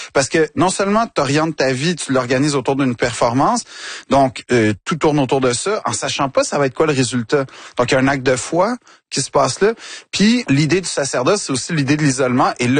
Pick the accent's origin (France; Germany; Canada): Canada; Quebec